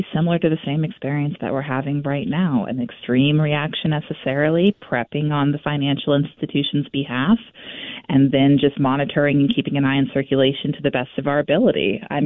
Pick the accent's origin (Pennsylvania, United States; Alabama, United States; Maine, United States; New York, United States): Maine, United States; now in Vermont, United States; I'm actually not from Vermont. I grew up in central Maine, and I used to vacation up in Vermont with my grandparents that lived in the Jeffersonville area.